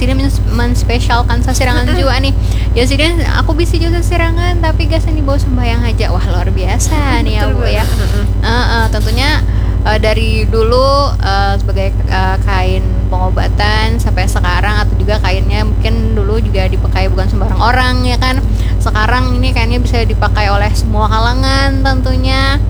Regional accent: South Kalimantan, Indonesia; mungkin kada asing lagi gesan kita orang Banjar ya, kalau bisa jadi pakaian sehari-hari seperti sekarang.

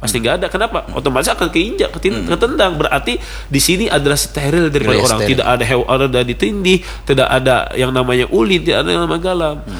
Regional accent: South Kalimantan, Indonesia; karena kita orang Banjar ini banyak memakai ilmu tapaul

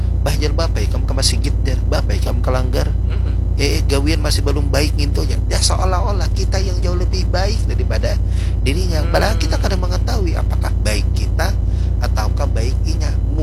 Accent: South Kalimantan, Indonesia; accent: Banjar; seketika itu langsung menjawab, bahasa kita Banjar tuh

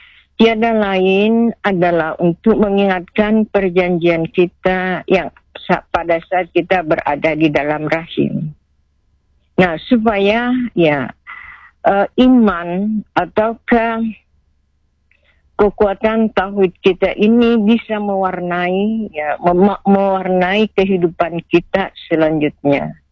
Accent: South Sulawesi, Indonesia; kita ke palsafa hidup kita sebagai orang Bugis, sipaka tahu, sipaka ingat, sipaka lebih, mappatabe.

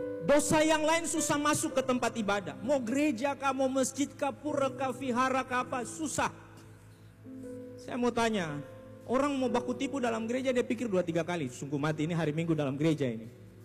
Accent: Papua, Indonesia; Kami di Papua Selatan, saya dengan teman-teman, kita jalan.

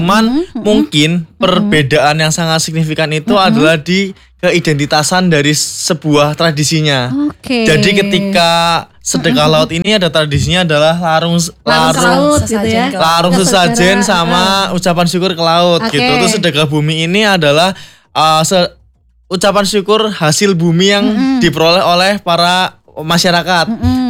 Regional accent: Cilacap, Central Java, Indonesia; kita juga sebagai warga Cilacap.

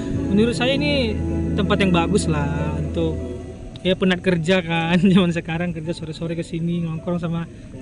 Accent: Pandan, North Sumatra, Indonesia; Kalau saya dari Tapanuli Tengah, Pandan.

